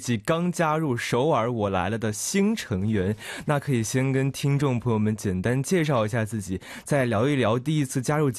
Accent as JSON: {"language": "Chinese", "region": "southern China", "country": "China", "said": "对于我们南方人来说真的太尴尬了。"}